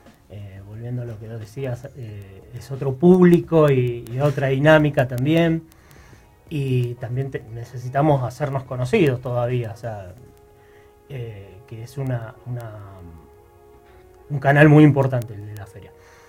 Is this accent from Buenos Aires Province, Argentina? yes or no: no; Rosario, Santa Fe, Argentina; moved away; Somos rosarinos nosotros.